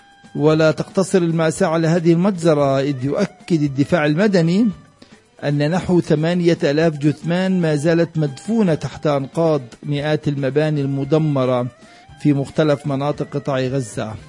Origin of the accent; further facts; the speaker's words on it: Palestine; احنا كفلسطينيين